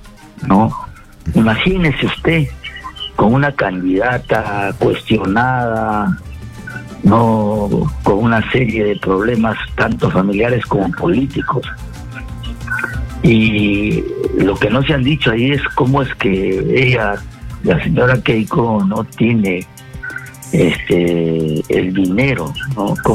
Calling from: Peru; de Chilucano

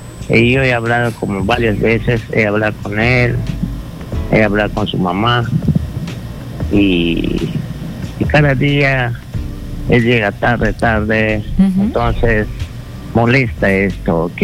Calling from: Iquitos, Loreto, Peru; de Iquitos

